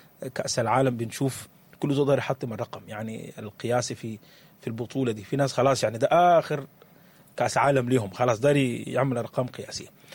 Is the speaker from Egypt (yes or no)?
no; Sudan